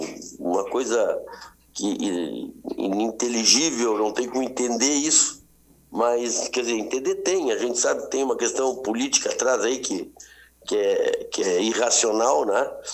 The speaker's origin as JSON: {"language": "Portuguese", "town": "Porto Alegre", "region": "Rio Grande do Sul", "country": "Brazil", "tie": "born or raised there", "also_born_or_lived": "Uruguaiana / Pinheiro Machado", "moved": "as an adult", "lives_now": "Pedras Altas, Brazil", "said": "Não, eu sou natural de Porto Alegre, vivi em Porto Alegre até os meus 18 anos, depois saí de Porto Alegre, fui para Uruguaiana fazer faculdade, me formei em veterinária, em medicina veterinária em 81, uhum. E de lá vim para Pinheiro Machado."}